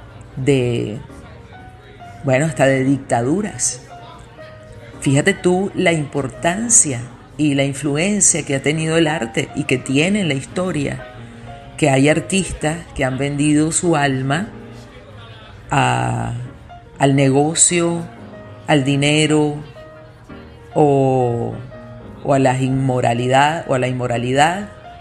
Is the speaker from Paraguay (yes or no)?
no; Venezuela; mi pueblo, de mi gente de Venezuela.